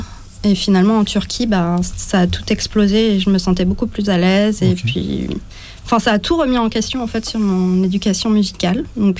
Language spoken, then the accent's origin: French; France; je suis française